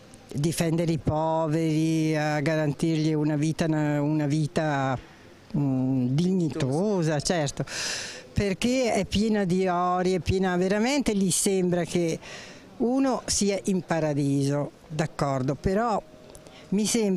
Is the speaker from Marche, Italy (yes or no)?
yes; Marche, Italy; born there; moved away; also born or lived in Veneto; Sono stata 40 anni fuori dalle Marche. Questa non l'avevo mai vista perché sono nata nelle Marche, quindi sono marchigiana. E poi sono andata a lavorare come tutti quanti nel Veneto.